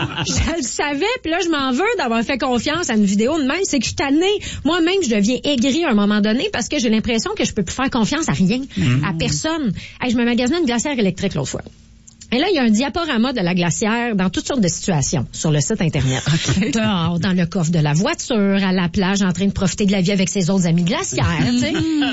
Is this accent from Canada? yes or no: yes; Montreal, Quebec, Canada; c'est que souvent, quand je dis que je viens de Montréal, les gens me disent qu'ils détestent Montréal.